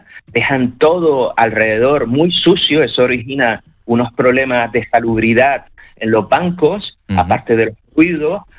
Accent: Canary Islands, Spain; Nosotros somos canarios

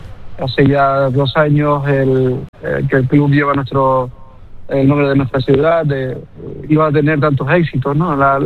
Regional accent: San Cristóbal de La Laguna, Canary Islands, Spain; como aficionado, como lagunero, como canario

